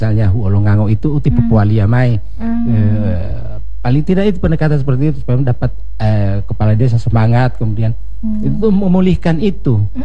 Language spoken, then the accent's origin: Indonesian; Gorontalo, Indonesia; Itu mulai diperkenalkan kepada masyarakat bahwa kita orang Gorontalo memiliki begitu beragam tradisi budaya